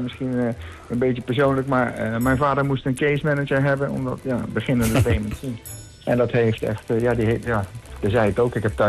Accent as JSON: {"language": "Dutch", "town": "The Hague", "region": "South Holland", "country": "Netherlands", "moved": "yes", "said": "Ik kom oorspronkelijk uit Den Haag en ik wil al jaren terug, maar ik durf gewoon niet."}